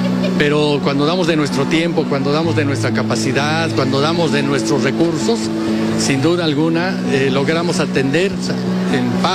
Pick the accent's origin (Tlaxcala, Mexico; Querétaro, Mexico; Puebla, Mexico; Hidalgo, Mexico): Hidalgo, Mexico; Pachuca; born there; Ya nosotros nacimos en Pachuca, en la capital del estado.